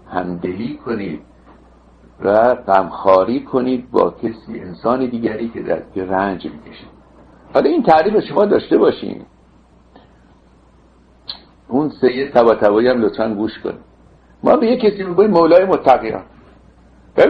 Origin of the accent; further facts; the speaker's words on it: Iran; now in Los Angeles, United States; 24 ساعت ذهن ما در وطنمان هست، وطن اصلی ما.